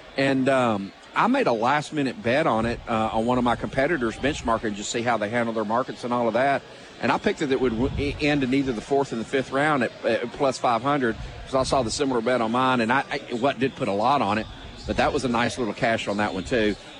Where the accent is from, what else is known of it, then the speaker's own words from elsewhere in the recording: Nashville, Tennessee, United States; And hey, if it's named after my hometown, it's got to be good.